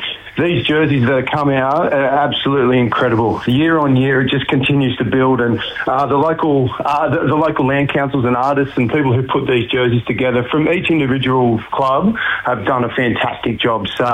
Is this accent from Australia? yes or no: yes; Gerringong, New South Wales, Australia; I grew up in Gerringong and did all my schooling in Kiama.